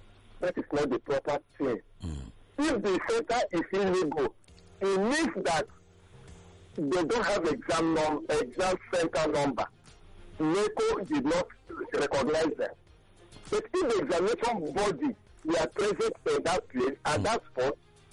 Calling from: Edo, Nigeria; I'm calling from Edo.

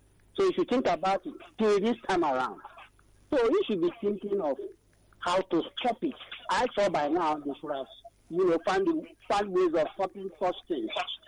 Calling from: Nigeria; I'm calling from Abarangeni.

